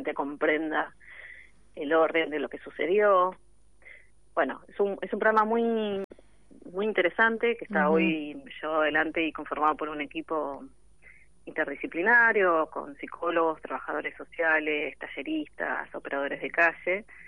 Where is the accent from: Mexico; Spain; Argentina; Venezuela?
Argentina; los problemas más macro que tenemos como Argentina